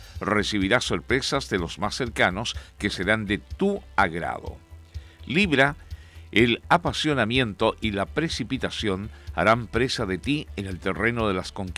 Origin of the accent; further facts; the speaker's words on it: Viña del Mar, Valparaíso, Chile; nos vamos a sentir orgullosos como chilenos, pero principalmente como viñamarino.